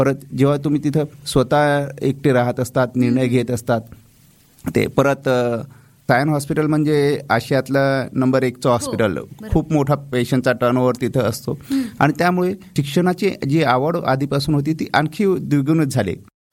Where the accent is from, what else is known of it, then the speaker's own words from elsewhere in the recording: Jalgaon, Maharashtra, India; माझं बालपण इथं जळगावमध्ये झालेलं आहे.